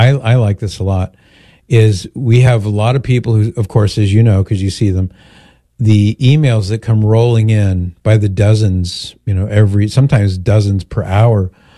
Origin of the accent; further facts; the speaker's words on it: Mission Viejo, California, United States; where I grew up in Mission Viejo